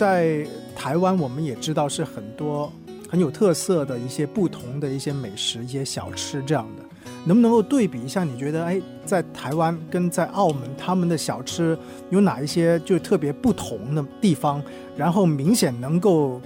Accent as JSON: {"language": "Cantonese", "region": "Guangdong", "country": "China", "said": "例如我哋广东人啦，或者大湾区人啦，食宵夜嘅话咧，你可能会食粥"}